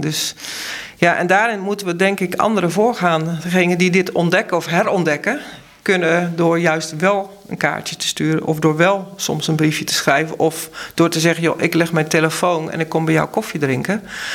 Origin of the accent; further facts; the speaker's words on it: Ridderkerk, South Holland, Netherlands; also born or lived in Tholen; mijn ouders kwamen uit Tolen. Ik ben zelf verder opgegroeid in de Ridderkerk.